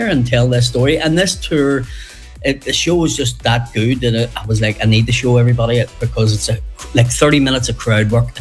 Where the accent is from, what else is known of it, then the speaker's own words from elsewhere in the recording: Ireland; about me being middle-aged and trying to lose weight and being an Irish man and a daddy with kids.